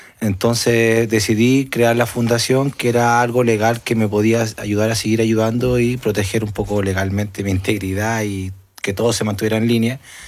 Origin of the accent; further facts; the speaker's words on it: Chile; Venimos de Chile